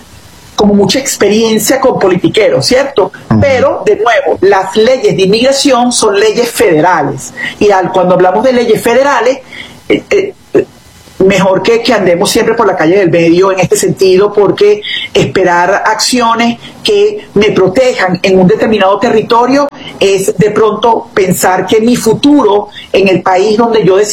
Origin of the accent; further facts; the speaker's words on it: Venezuela; now in United States; hablo mucho de la experiencia como venezolana, ¿no? Más allá de la migrante que está en los Estados Unidos, es como venezolana, ¿no?